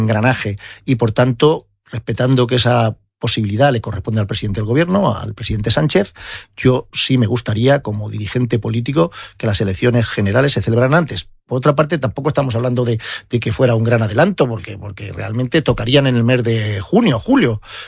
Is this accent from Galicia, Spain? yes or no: no; Alcolea de Calatrava, Castilla-La Mancha, Spain; Yo estoy afiliado en la de Alcolea, que es mi pueblo.